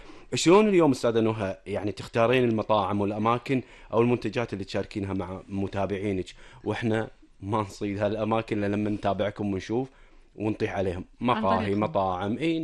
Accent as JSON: {"language": "Arabic", "country": "Kuwait", "said": "لإحنا كلنا ككويتيين جدا ذائقتنا صعبة صعبة صعبة،"}